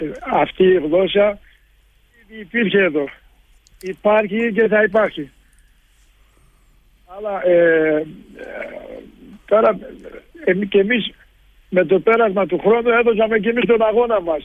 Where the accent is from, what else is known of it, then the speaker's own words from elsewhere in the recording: Kalisti, Trabzon, Turkey; also born or lived in Istanbul; γεννημένος και μεγαλωμένος εδώ στο χωριό Καλίστη των Σουρμένων.